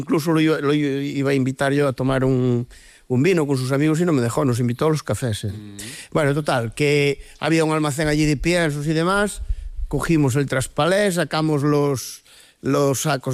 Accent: Sandiás, Galicia, Spain; soy natural de Sandiás

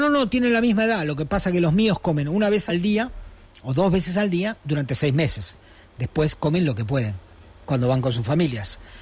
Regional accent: Patagonia, Argentina; Pero luego vine en mi provincia, yo soy de la Patagonia

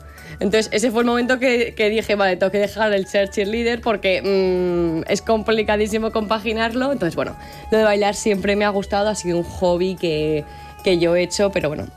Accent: Ambel, Aragon, Spain; Ambel, mi pueblo. Me gusta muchísimo ir allí, disfruto de la naturaleza, del Moncayo, haciendo excursiones, paseando con la familia, con el perro.

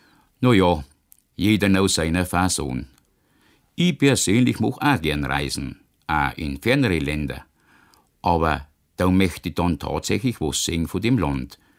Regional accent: Bavaria, Germany; Macht's einmal eine Radeltour oder eine Wanderung über mehrere Tage in meiner Heimat, im Oberpfälzer Wald.

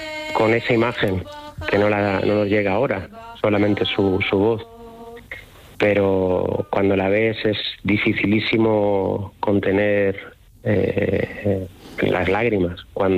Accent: Spain; a nosotros, claro, como españoles y como flamencos

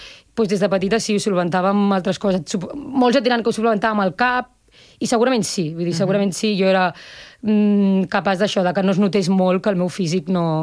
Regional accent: Mataró, Catalonia, Spain; nosaltres moltes som de Mataró i tenim la ciutat molt integrada, estem orgullosos de les tradicions de Mataró

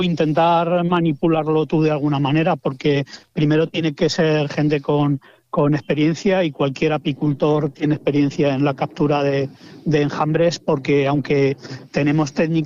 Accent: Cuenca, Castilla-La Mancha, Spain; Yo soy de Cuenca

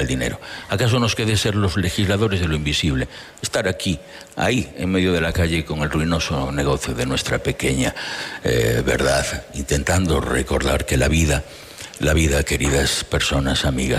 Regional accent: Villafranca, Spain; un poema que escribí en mi pueblo, en Villafranca

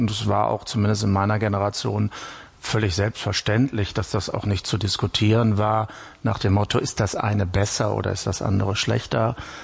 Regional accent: North Rhine-Westphalia, Germany; Ich komme aus dem Münsterland

